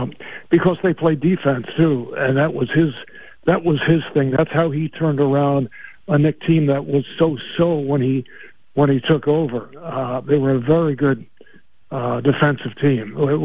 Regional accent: New York, United States; Being a New Yorker, you would get a kick out of this.

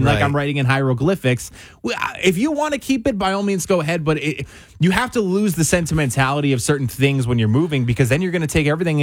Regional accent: Chesterfield, New Jersey, United States; born there; moved away as an adult; we moved from Chesterfield to where they live now.

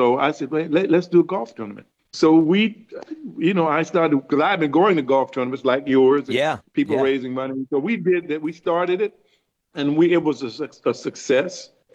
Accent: Columbia, South Carolina, United States; To Columbia, especially my hometown.

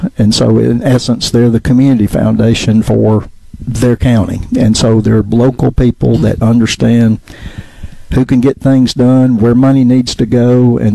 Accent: Amory, Mississippi, United States; And, of course, I grew up in Amory, and so was pretty involved in supporting the effort after the major tornado in 2023 in Amory.

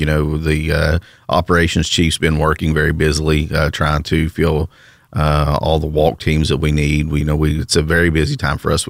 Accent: Whitesville, West Virginia, United States; So I was raised around fire departments. My dad was a longtime fire chief in my hometown of Whitesville down in Boone County. I grew up in a fire station

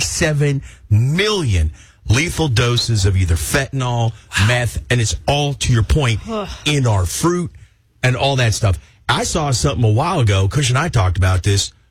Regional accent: Nashville, Tennessee, United States; when I grew up in Nashville

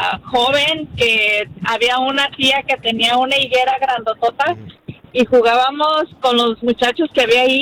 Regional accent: Guadalajara, Jalisco, Mexico; Yo me recuerdo de cuando estaba chiquilla, nos íbamos todos los de mi cuadra, soy de Guadalajara

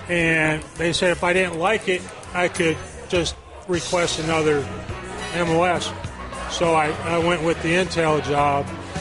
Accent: Rapid City, South Dakota, United States; Rapid City.

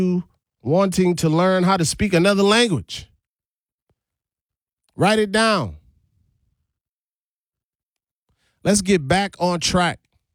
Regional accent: U.S. Virgin Islands; now in Milwaukee, United States; And I'm from St. Thomas, the Virgin Islands.

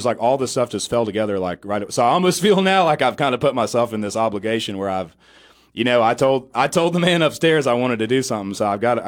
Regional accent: Virginia, United States; I grew up in Dinwiddie County and then a lot of my family's from Washington County. So I kind of went back and forth some between the two.

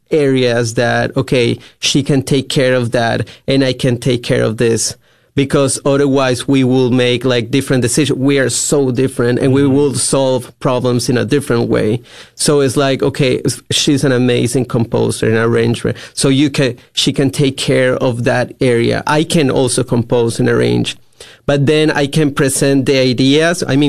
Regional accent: Colombia; I went into Colombia. Mm-hmm. I grew up in Colombia. And we stayed in Medellin during the pandemic

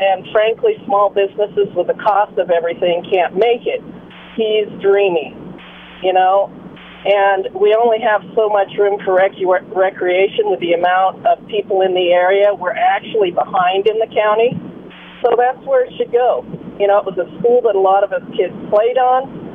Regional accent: Los Osos, California, United States; So, you know, I grew up in Los Osos, and there was Sunny Sky School and nothing else. I grew up in Baywood Park

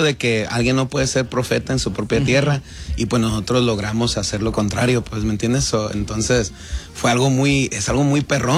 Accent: Compton, California, United States; Yo escucho mucha música rap porque yo soy de Campton.

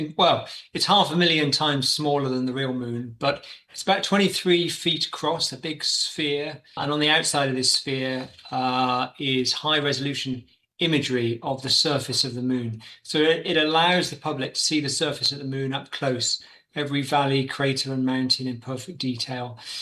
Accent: Bristol, South West England, United Kingdom; I'm an artist from Bristol, England.

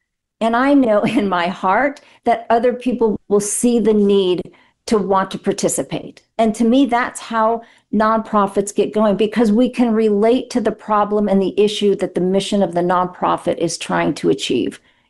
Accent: Las Vegas, Nevada, United States; Yeah, I'm from Vegas.

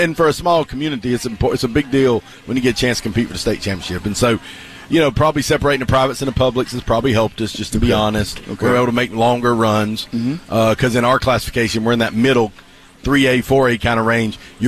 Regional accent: Gulf Coast, United States; I'm from the Gulf Coast

